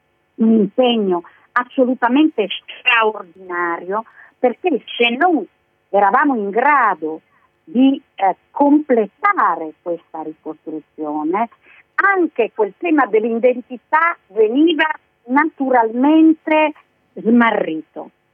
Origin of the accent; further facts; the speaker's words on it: Friuli-Venezia Giulia, Italy; di muradors, come giustamente si dice dalle nostre parti